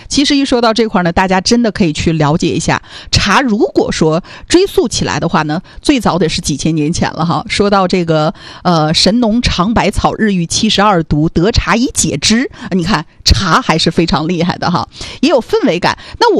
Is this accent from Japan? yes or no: no; Jilin, China; 我们吉林人的这样的热情似火